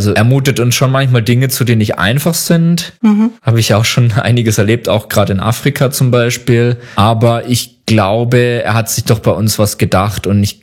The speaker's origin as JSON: {"language": "German", "town": "Pforzheim", "region": "Baden-Württemberg", "country": "Germany", "tie": "born or raised there", "said": "die Mission lag nicht so weit weg von Pforzheim da, wo ich aufgewachsen bin."}